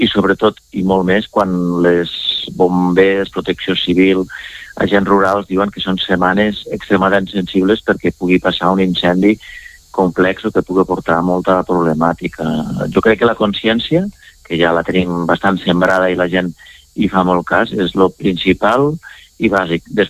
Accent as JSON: {"language": "Catalan", "region": "Catalonia", "country": "Spain", "said": "la zona d'on jo soc, que soc el Pallars"}